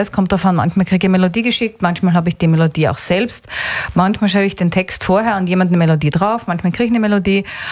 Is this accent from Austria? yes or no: yes; Graz, Styria, Austria; Österreicherin, und ja, ich merke, wo ich hinkomme, muss ich dann immer ein bisschen korrigieren, ich bin doch aus Graz, gell, also Österreicherin